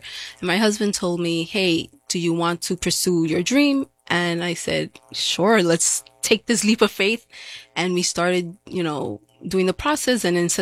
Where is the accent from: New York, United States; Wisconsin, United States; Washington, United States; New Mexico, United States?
New York, United States; New York City; moved away as an adult; now in Dutchess County, United States; So originally I come from New York City. So I'm from Brooklyn. I moved up here to Dutchess County and I have now 4 years in August. We're going to make our 4 years anniversary living up here.